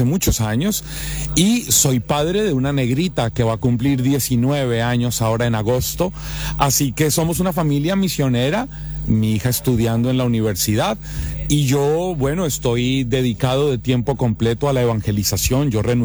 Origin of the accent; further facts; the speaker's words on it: Bogotá, Colombia; born there; yo soy colombiano, nacido en la capital de mi país, en la ciudad de Bogotá, casado desde el año 2004 con una cantautora de música católica chilena del sur de Chile, de la ciudad de Puerto Montt.